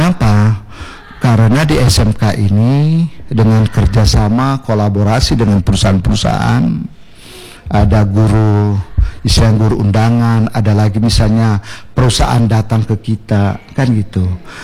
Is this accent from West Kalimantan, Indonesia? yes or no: no; Batam, Riau Islands, Indonesia; now in Batam Centre, Indonesia; saya orang Bengkong. Sampai sekarang belum saya urus nih. Masih KTP gua, KTP Bengkong gitu, kakak Bengkong. Padahal saya udah tinggal Batam Center.